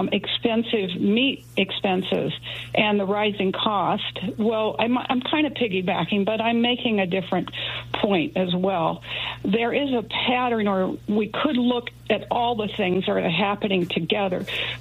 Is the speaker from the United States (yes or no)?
yes; Iowa, United States; I am a former Iowan myself. I grew up in Iowa.